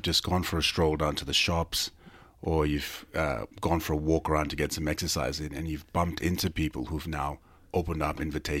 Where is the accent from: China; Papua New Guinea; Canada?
Papua New Guinea; Mount Hagen, Western Highlands; Growing up in Hagen as a kid